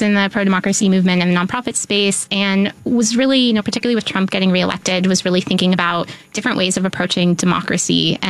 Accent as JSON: {"language": "English", "region": "Kentucky", "country": "United States", "also_born_or_lived": "Michigan", "moved": "yes", "said": "I'm from Kentucky originally, and I've sort of been around the Midwest for a while."}